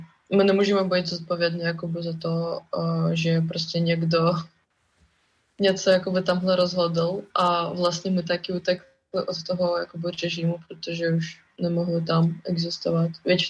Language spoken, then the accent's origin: Czech; Russia; Czech is a second language; now in Prague, Czech Republic; co máme tam v Rusku